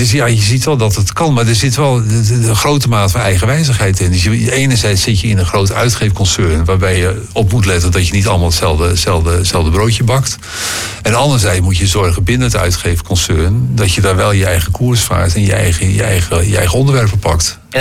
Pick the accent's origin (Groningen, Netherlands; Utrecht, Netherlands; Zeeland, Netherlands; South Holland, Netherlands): South Holland, Netherlands; Rotterdam